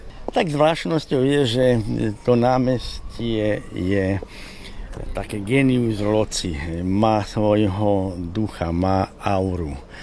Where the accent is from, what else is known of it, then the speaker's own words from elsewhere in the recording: Spišské Podhradie, Prešov Region, Slovakia; born there; also born or lived in Levoča; now in Bardejov, Slovakia; Aj keď ja nie som rodený Bardejovčan, ja som sa narodil v Levoči, krásne historické mesto. Potom sme bývali v Spišskom Podhradí, pod hradom Spišským. Takže mám to šťastie, že celý môj život, 73-ročný vlastne, som v prostredí, ktoré je poznačené históriou.